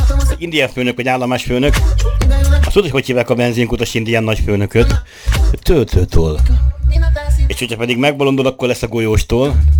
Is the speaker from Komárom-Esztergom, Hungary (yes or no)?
yes; Tatabánya, Komárom-Esztergom, Hungary; Hát én most a tatabányai vagyok